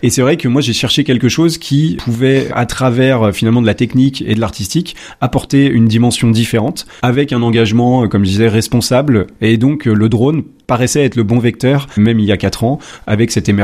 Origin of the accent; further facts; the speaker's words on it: Auvergne-Rhône-Alpes, France; now in Île-de-France, France; Alors moi je suis originaire du Rhône, donc après mon exil en Île-de-France